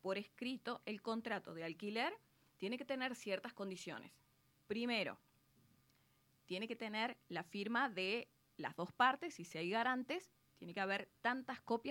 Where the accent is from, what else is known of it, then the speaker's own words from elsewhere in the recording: Argentina; como argentinos así nos va.